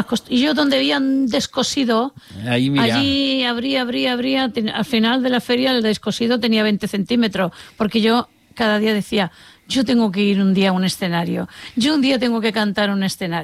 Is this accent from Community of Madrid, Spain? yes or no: no; La Línea de la Concepción, Andalusia, Spain; now in Catalonia, Spain; yo soy de Cádiz, de La Línea... Y dicen que allí hay un arte para esto.